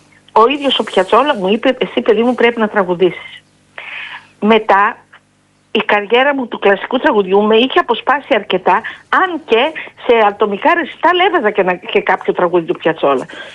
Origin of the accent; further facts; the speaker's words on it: Veria, Central Macedonia, Greece; Και το άλλο ήταν στην πατρίδα μου τη Βέρεια. Που εγώ είμαι Πόντια στην καταγωγή, αλλά έχω παντρευτεί από τα μέρη σας.